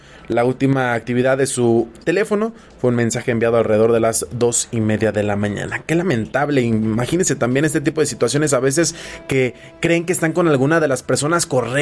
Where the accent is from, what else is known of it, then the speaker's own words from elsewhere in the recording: Mexico; Pues así somos los mexicanos